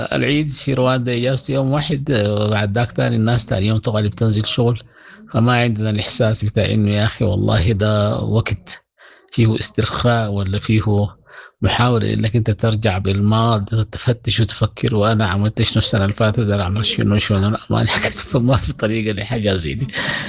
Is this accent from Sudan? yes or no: yes; Sudan; now in Kigali, Rwanda; النظام طبعا مختلف عندنا في السودان